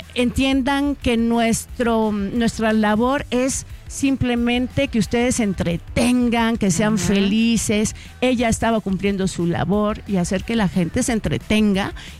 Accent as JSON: {"language": "Spanish", "country": "Mexico", "said": "tengo parte de muchas partes del mundo. Así que, y así somos. Los mexicanos somos una mezcla de tantas culturas."}